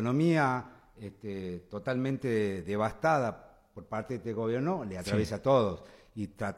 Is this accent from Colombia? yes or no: no; Argentina